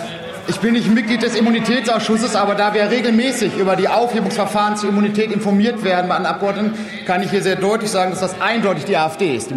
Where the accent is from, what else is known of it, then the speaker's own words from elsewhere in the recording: Dortmund, North Rhine-Westphalia, Germany; Das ist aus meinem Wahlkreis meiner Heimatstadt Dortmund kenne